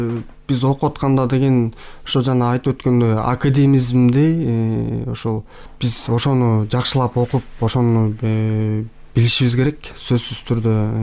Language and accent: Kyrgyz; Bakamai, Issyk-Kul Region, Kyrgyzstan; Мен өзүм ошо Ысык Көлдөн болом, ошо көлдө Бакамай айылында ошол жерде мектепте окуп